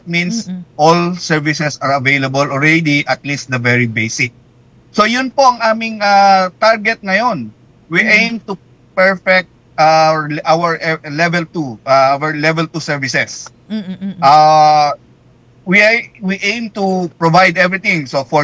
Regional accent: Cagayan Valley, Philippines; now in Metro Manila, Philippines; ako ho ay tubong Cagayan Valley. Although hindi ako doon nag-practice, tubong Cagayan Valley ako.

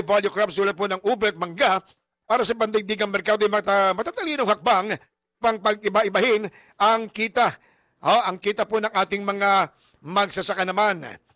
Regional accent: Metro Manila, Philippines; Lang sa akin, eh, ako'y ilustre, pero ako'y dini sa Metro Manila lumaki at hindi ko nakilala mga mag-anak sa Batangas.

